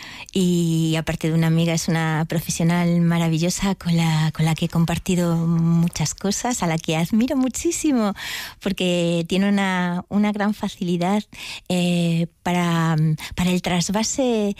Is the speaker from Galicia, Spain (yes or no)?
yes; Galicia, Spain; Bueno, yo conozco, soy gallega y conozco un poquillo la tradición oral